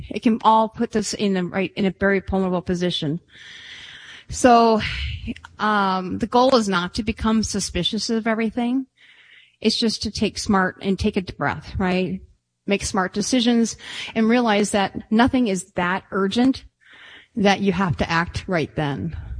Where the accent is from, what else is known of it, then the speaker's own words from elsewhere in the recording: Minnesota, United States; I grew up in Minnesota